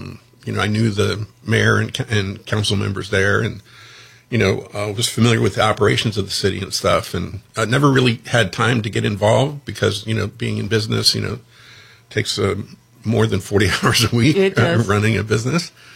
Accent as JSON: {"language": "English", "town": "Fort Lauderdale", "region": "Florida", "country": "United States", "tie": "born there", "also_born_or_lived": "Garden City, Michigan / Hollywood, Florida", "lives_now": "Palm Coast, United States", "said": "I was born in Garden City, Detroit. But my first memories were of South Florida, of Hollywood specifically, where, you know, attended preschool and through elementary, and then we actually moved to Fort Lauderdale, where I spent most of my time."}